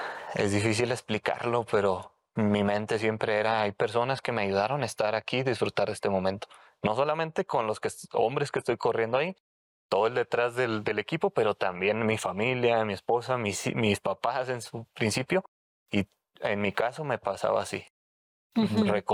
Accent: Monterrey, Nuevo León, Mexico; Yo soy de Monterrey.

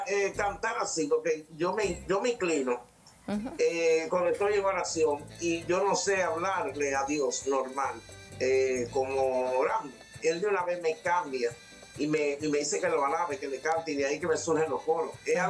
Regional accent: Dominican Republic; muy contenta, muy alegre, muy colorida, muy pintoresco, somos los dominicanos.

